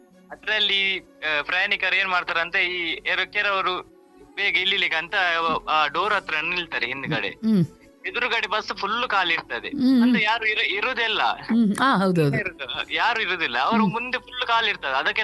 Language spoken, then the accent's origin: Kannada; Bantwal, Karnataka, India; Bantwal ma'am.